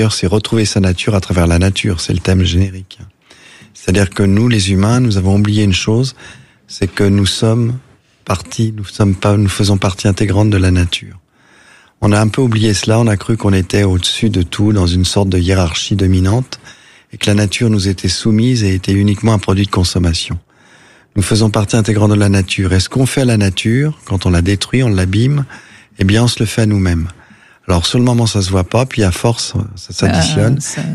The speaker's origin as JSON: {"language": "French", "town": "Moguériec", "region": "Brittany", "country": "France", "said": "je suis breton. Ma terre, elle est dans le Finistère Nord, près de Saint-Paul-de-Léon, Roscoff, un petit village moguériec, dans la baie de Morlaix. Il y a l'île de Bas."}